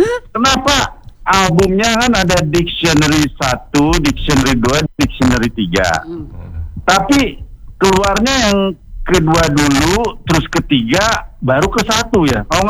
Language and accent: Indonesian; Tangerang, Banten, Indonesia; Saya orang Banten, saya bukan orang Jakarta